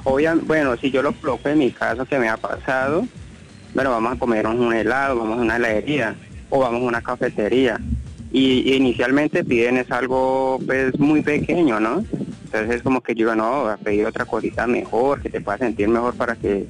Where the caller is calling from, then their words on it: Valle del Cauca, Colombia; De acá del barrio Finlandia, de Jumbo Valle.